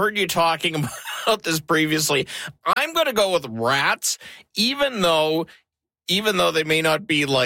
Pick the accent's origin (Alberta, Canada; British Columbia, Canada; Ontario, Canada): Alberta, Canada; I grew up in Alberta